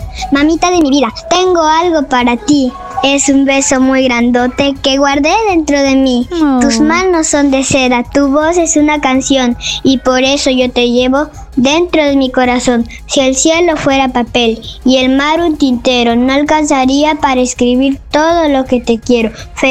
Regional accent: Chiclayo, Lambayeque, Peru; Soy de Chiclayo.

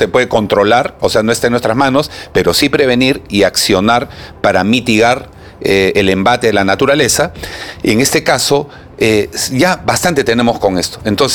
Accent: Peru

